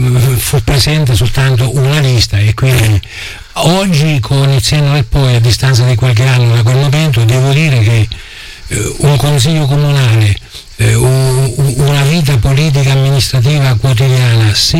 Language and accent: Italian; Montelupone, Marche, Italy